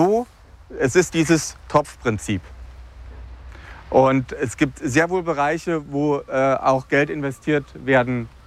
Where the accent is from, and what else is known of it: Northern Germany, Germany